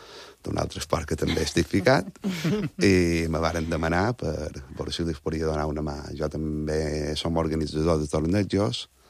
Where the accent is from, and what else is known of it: Montuïri, Balearic Islands, Spain